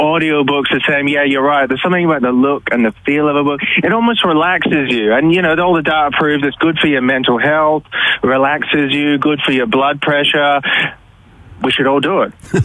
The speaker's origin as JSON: {"language": "English", "region": "Scotland", "country": "United Kingdom", "said": "Even though I'm from Scotland, Socceroos definitely above them, and I'm so proud of how they did in the World Cup."}